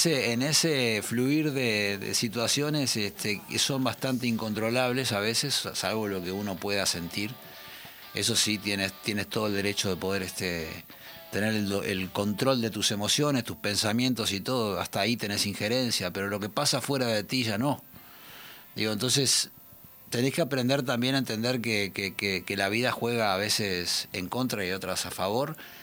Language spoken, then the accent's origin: Spanish; Uruguay; now in Spain; Sí, así es. Me fui hace 26 años de Uruguay. Y aquí regresando, entiendo muchos motivos por los cuales me fui y otros por los que nunca debía haberme ido.